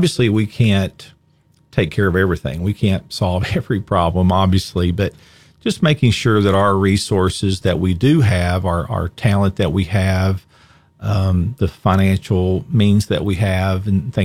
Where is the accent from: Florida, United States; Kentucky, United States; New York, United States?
Kentucky, United States; But I was born there, and you know, to be able to live here, and I was raised in Greenup County.